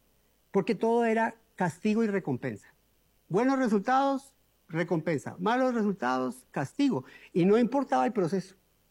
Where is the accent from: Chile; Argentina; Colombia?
Colombia; Colombian Andes; Sigo siendo un niño de pueblo, nacido y criado en los Andes colombianos